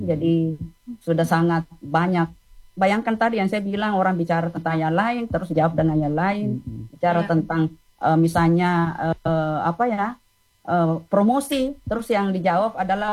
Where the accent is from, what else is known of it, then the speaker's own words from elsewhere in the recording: South Sulawesi, Indonesia; accent: Bugis; saya maaf pakai logat Bugis